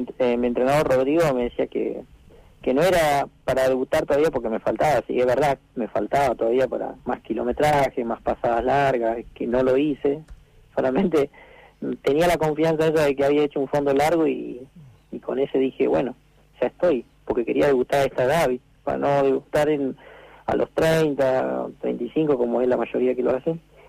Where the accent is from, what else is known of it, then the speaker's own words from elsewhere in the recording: Paso de Indios, Chubut, Argentina; que fue ahí en mi pueblo, Paso de Indio.